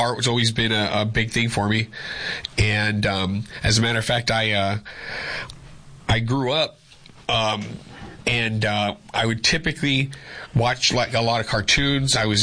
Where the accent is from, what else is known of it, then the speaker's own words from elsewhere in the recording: Mesa, Arizona, United States; We moved to the Valley. So I grew up in Mesa, but we would move back here and there too.